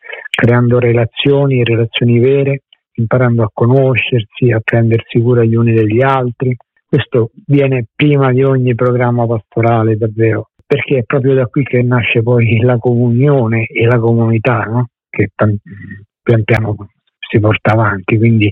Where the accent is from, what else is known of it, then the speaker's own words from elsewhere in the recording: Rome, Lazio, Italy; born there; io sono nato a Roma nel 1964, quindi parecchio tempo fa, però le mie radici familiari sono proprio qui ad Arquata